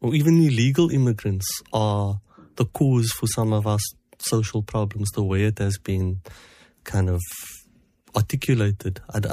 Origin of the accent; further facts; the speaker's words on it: Cape Town, Western Cape, South Africa; I grew up in Woodstock. Woodstock's very different to the one that I grew up in. I still regard Woodstock as Cape Flats